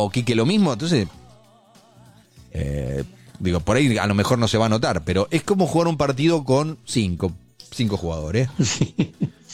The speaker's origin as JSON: {"language": "Spanish", "town": "General La Madrid", "region": "Buenos Aires Province", "country": "Argentina", "tie": "born or raised there", "moved": "yes", "said": "Un pionero de la radio de mi pueblo"}